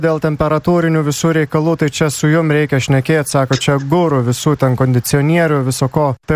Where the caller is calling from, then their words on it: Vilnius, Vilnius County, Lithuania; Aš Vilniuj, čia Vilniuj, ja.